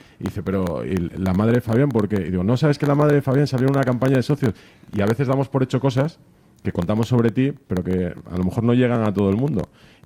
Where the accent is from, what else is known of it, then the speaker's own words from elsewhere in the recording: Asturias, Spain; Yo soy asturiano.